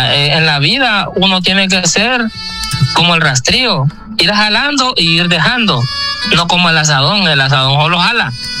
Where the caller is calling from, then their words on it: Tegucigalpa, Francisco Morazán, Honduras; Yo los escucho de aquí, de Tegucigalpa, Honduras.